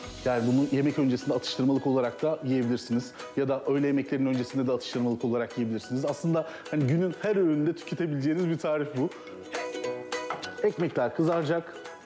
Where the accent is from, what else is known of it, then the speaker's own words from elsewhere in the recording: Adana, Turkey; Biz Adanalıyız biliyorsunuz. Orada böyle Toroslar'da mis gibi dağ kekiği kokar.